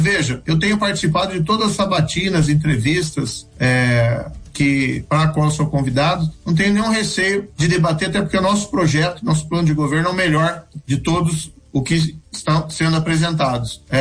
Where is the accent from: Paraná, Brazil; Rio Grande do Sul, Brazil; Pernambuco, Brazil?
Paraná, Brazil; Maringá; os valores e os princípios que eu aprendi com eles lá na minha cidade de Maringá, eu carrego para a minha vida.